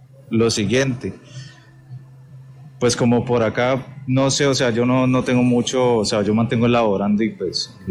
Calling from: Candelaria, Valle del Cauca, Colombia; por esa zona de donde yo vivo, Candelaria Valle

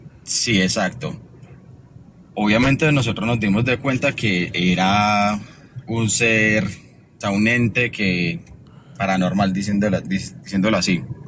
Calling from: Pereira, Risaralda, Colombia; Desde la Perla del Otón, desde Pereira.

